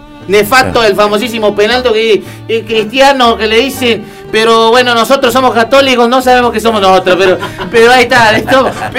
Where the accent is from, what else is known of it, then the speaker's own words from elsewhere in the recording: Argentina; Soy argentino, pero sí la subí también.